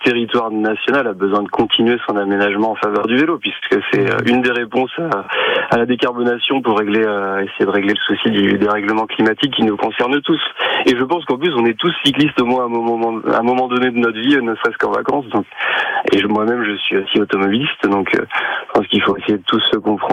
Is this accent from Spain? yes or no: no; Angers, Pays de la Loire, France; je suis originaire d'Angers, en fait je suis en vacances dans le coin, ouais. À Miribel-les-Échelles